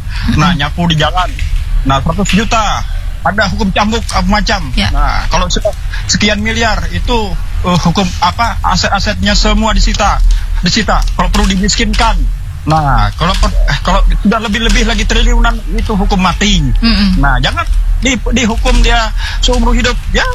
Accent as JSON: {"language": "Indonesian", "region": "Kalimantan", "country": "Indonesia", "said": "makanya saya juga kami juga orang Dayak ini, orang lokal ini kan punya kearifan lokal."}